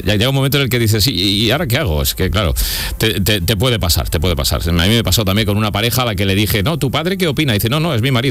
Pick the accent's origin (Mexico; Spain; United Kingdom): Spain; Jaén, Andalusia; yo soy de Jaén, yo soy de Jaén.